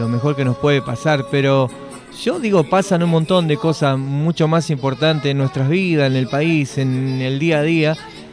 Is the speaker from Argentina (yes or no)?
yes; Argentina; como realmente somos los argentinos, sufridos, momento a momento